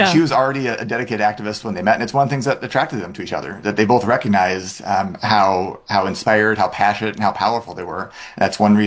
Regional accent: Minneapolis, Minnesota, United States; So I went back to Minneapolis, my hometown, to talk to my father.

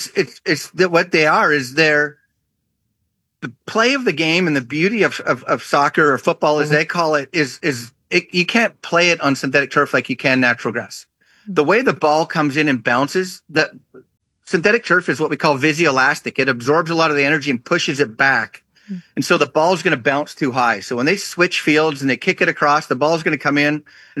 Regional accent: Canada; and me being Canadian, I was actually for maybe the first time I was more into the game than I was the field.

